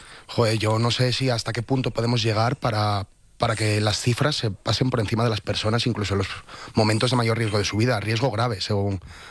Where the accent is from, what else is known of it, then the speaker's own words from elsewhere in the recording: Madrid, Community of Madrid, Spain; ya como periodista, pero también como madrileño, si es segura la sanidad madrileña